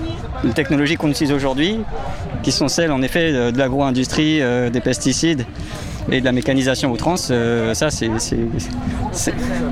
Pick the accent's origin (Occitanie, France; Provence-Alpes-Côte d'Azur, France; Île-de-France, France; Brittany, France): Île-de-France, France; Saclay; Nous, on vient de Saclay.